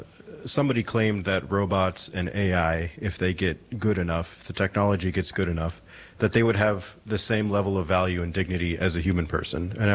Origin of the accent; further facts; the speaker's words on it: Portland, Oregon, United States; I'm from Portland, Oregon.